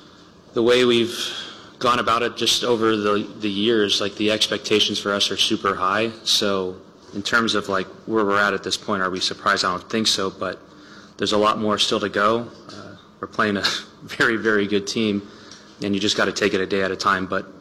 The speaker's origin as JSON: {"language": "English", "region": "California", "country": "United States", "tie": "born or raised there"}